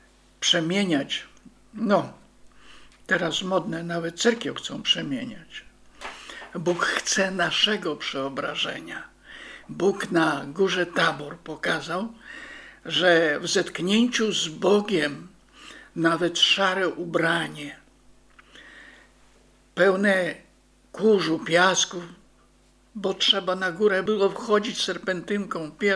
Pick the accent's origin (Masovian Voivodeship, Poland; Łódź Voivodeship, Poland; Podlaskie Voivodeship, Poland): Podlaskie Voivodeship, Poland; Hajnówka; born there; kiedy już byłem w liceum w Hajnówce